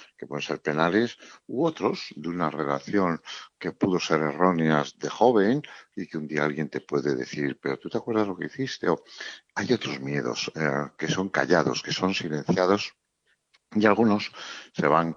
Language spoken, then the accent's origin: Spanish; Navarre, Spain; born there; yo que nací en Navarra y he corrido encierros